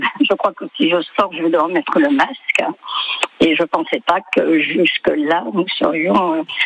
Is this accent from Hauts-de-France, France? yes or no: yes; Hauts-de-France, France; il n'y a pas longtemps que je suis dans la région, il n'y a que 5 ans. Je viens de l'Oise